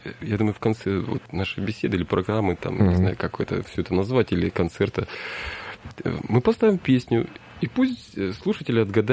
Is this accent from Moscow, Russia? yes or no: no; Vladivostok, Primorsky Krai, Russia; Мы, значит, из Владивостока.